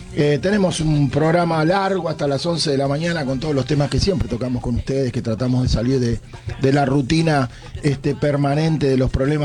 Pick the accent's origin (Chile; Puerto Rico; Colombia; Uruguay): Uruguay; lo digo como uruguayo